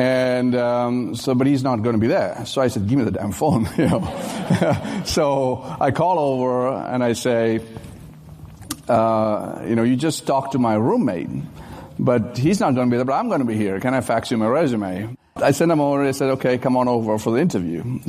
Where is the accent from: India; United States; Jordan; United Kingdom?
India; Kerala; born there; I was born in India, in a small state of Kerala, right on the Florida of India, let's say.